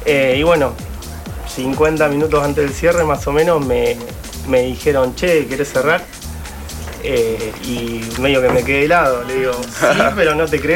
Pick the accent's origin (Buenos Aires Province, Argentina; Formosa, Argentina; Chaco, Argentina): Buenos Aires Province, Argentina; Arrecifes; Yo soy de Arrecife